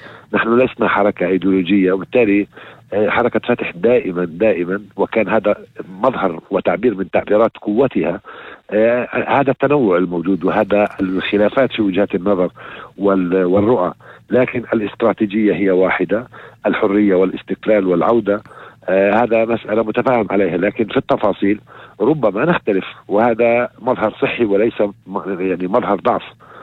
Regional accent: Palestine; وتقدم لنا كفلسطينيين

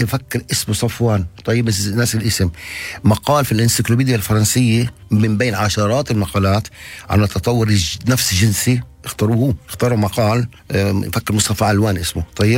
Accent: Palestine; وده واحنا كفلسطينيين

